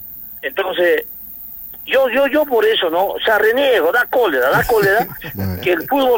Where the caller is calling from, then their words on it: Arequipa, Peru; Yo soy hincha de Melgar, sí, por lo que soy arequipeño.